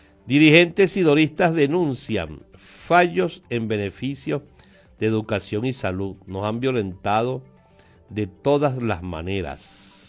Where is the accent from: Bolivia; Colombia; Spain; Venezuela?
Venezuela; Caracas, Capital District; yo no soy de los estados, yo soy de Caracas.